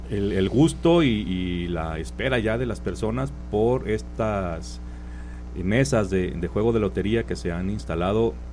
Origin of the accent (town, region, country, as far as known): Mexico